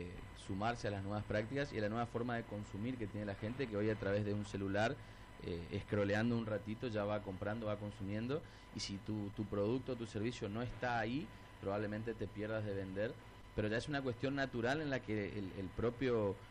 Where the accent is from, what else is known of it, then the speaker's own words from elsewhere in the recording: Argentina; orgulloso y feliz por lo que están viviendo todos nuestros compatriotas